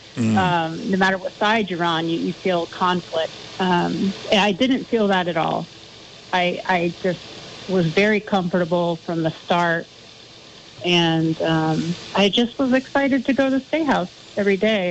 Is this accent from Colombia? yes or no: no; Clarendon, Vermont, United States; now in Mendon, United States; I am a Vermonter. I grew up in Clarendon, Vermont. We moved to Mendon in 2014, right before my youngest daughter was born.